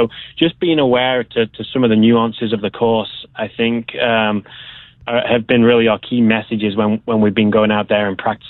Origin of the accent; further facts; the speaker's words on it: England, United Kingdom; moved away as an adult; now in United States; I came over here when I was 19, but the golf that I played growing up in England is all links golf.